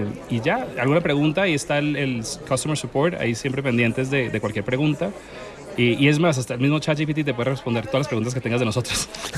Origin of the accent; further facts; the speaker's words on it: Colombia; also born or lived in Dominican Republic; now in Miami, United States; Nací en Dominicana, crié en Colombia, ahora vivo en Miami.